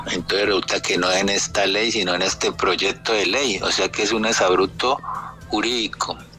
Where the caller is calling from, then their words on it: Cali, Valle del Cauca, Colombia; le hablo desde Cali